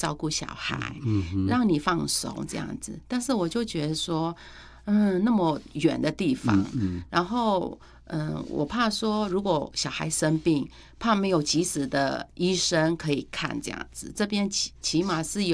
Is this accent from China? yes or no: no; Myanmar; moved away as an adult; now in Taiwan